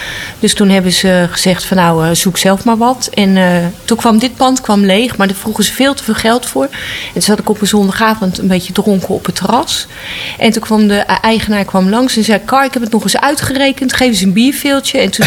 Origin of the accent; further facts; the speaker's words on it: Utrecht, Netherlands; born there; Ik ben op de Oudegracht geboren.